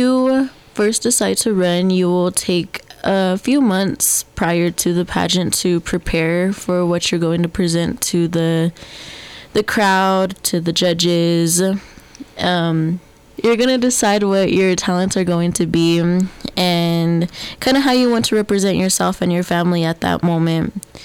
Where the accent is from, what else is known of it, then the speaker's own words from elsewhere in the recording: Colorado, United States; I am a full Ute woman. I am Southern Ute and Ute Mountain. I come from the Moach, Kaputa, and Weenooch bands.